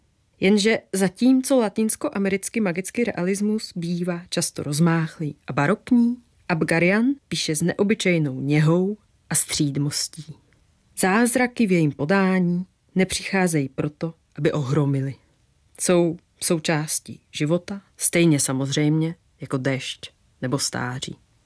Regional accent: Poland; Czech is a second language; now in Prague, Czech Republic; Jsem Polka, žijí v Praze

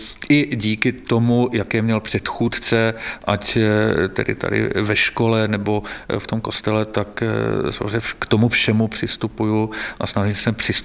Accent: Moravia, Czechia; accent: Moravian; now in Prague, Czech Republic; Já se pořád cítím tím Moravákem a myslím si, že možná posluchači i sami posoudí, že se mě zatím úplně nedotkla ani vlastně, nebo nedotknul ten dialekt vlastně té pražské češtiny, ale že si zachovávám tu, řekněme tedy moravskou

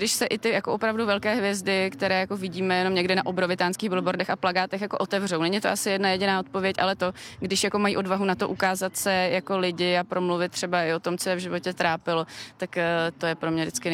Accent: Zlín, Zlín Region, Czechia; Holka ze Zlína dokonce, takže já jsem moc ráda, že jsem tady o tomhle mohla mluvit ve svém rodném městě.

